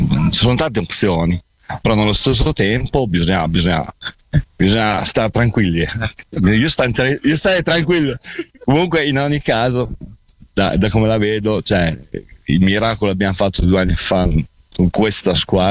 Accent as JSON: {"language": "Italian", "town": "Vignola", "region": "Emilia-Romagna", "country": "Italy", "said": "Siamo di Vignola, in provincia di Modena."}